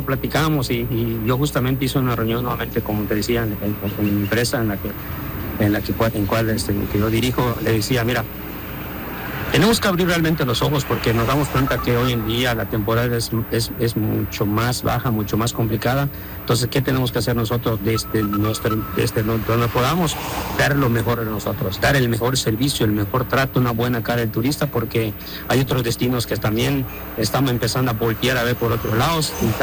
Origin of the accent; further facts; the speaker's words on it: Cozumel, Quintana Roo, Mexico; me preguntó de dónde somos, porque vio mi INE y vio que decía pues que somos de Cozumel, ¿no?